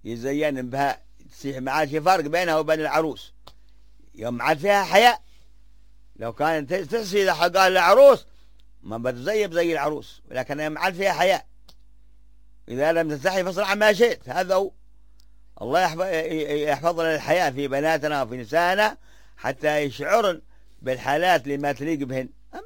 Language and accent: Arabic; Hadhramaut, Yemen; العذراء عندنا في حضرموت لا تزين بأي زينة